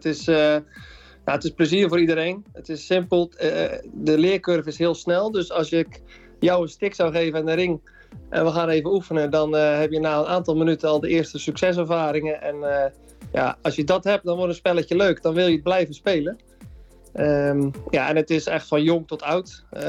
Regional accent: Netherlands; als Nederlander

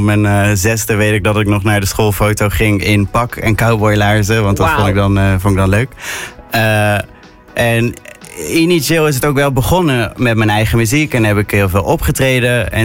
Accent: 's-Hertogenbosch, North Brabant, Netherlands; moved away as an adult; also born or lived in Breda; Ik kwam uit Den Bosch

